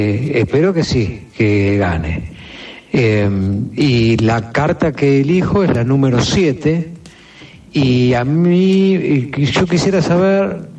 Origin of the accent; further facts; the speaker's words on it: Bragado, Buenos Aires Province, Argentina; born there; Hola, buenas noches … nací en Bragado el 6 de diciembre de 1972.